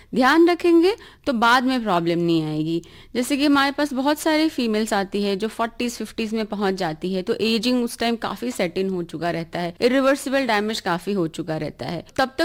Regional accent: Mumbai, Maharashtra, India; moved away as an adult; also born or lived in Ranchi / Varanasi / Delhi; now in Kanpur, India; मैं बॉम्बे से हूँ

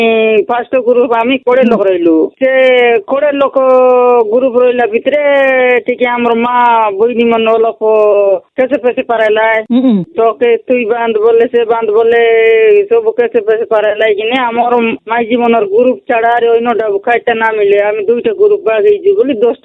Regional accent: Barangguda, Odisha, India; ଆମର ଗାଁ ବାରଙ୍ଗୁଡା GP ରାନୀଗୁଡା ତାନା Kundra post office ଭୂଷାଙ୍ଗୁଡା

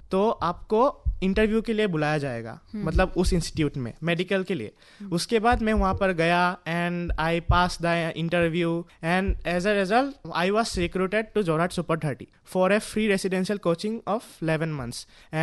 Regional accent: Maibang, Assam, India; मेरे इलाके में, मैं जैसे कि मायबंग से बिलोंग करता हूँ, तो वहाँ पर मतलब एक स्टेबलाइज डॉक्टर नहीं है

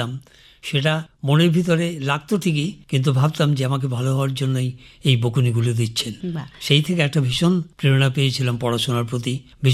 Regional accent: Siliguri, West Bengal, India; also born or lived in Dhunat, Sirajganj, Pabna, Bangladesh; শিলিগুড়িতেই প্রাথমিক শিক্ষা শুরু।

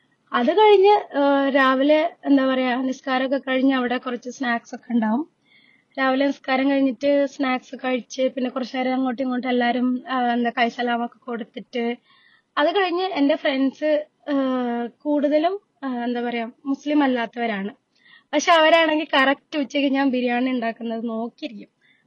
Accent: Kavaratti, Lakshadweep, India; moved away as an adult; ഞാൻ കവരത്തി സ്വദേശിയാണ്. ഈദിനെ കുറിച്ച് പറയാനാണെങ്കിൽ ഞാനിപ്പോ അബ്രോഡ് ഷിഫ്റ്റ് ചെയ്തിട്ട് ഓൾമോസ്റ്റ് 4 വർഷമാവാനായി.

